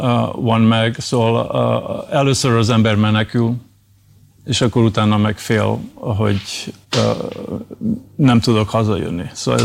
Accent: Hungary; moved away as an adult; also born or lived in Budapest; now in New York, United States; Én Budapesten születtem, és Debrecenben, Szamoskéren nőttem föl egy kis faluban.

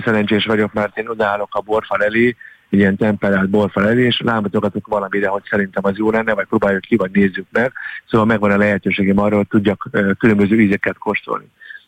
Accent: Hungary; Én Magyarországon születtem, Magyarországon éltem, Magyarországon nevelkedtem

